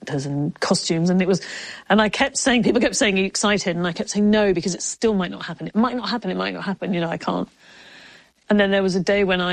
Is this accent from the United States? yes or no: no; Canterbury, South East England, United Kingdom; born there; also born or lived in Wales / Ireland; Well, I was born in Canterbury, and then I moved to Wales, and then I moved to Ireland, and yeah, it's very complicated.